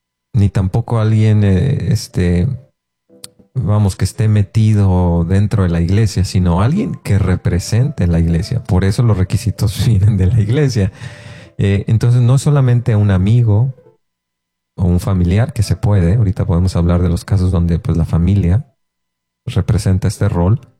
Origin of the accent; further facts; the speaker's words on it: Mexico; No solo porque somos mexicanos, sino porque aquí es donde más se da este aspecto de compadrazgo.